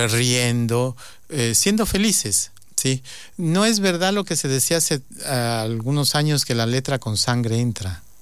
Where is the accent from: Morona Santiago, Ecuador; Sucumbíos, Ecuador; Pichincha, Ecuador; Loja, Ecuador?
Sucumbíos, Ecuador; Lago Agrio; born there; Yo siempre me he sentido muy orgulloso de donde nací y de donde vengo